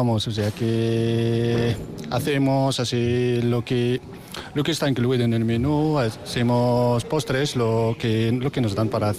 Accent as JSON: {"language": "Spanish", "country": "Morocco", "second_language": "Spanish", "moved": "as an adult", "lives_now": "Spain", "said": "soy marroquí y bueno … soy marroquí"}